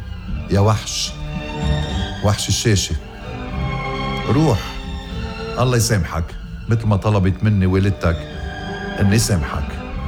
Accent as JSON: {"language": "Arabic", "town": "Ghazir", "region": "Keserwan-Jbeil", "country": "Lebanon", "tie": "born there", "said": "بوقتها بمسقط رأسي غزير الحلوة"}